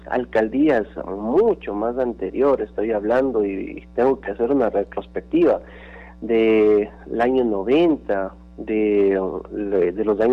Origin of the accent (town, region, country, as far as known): Ecuador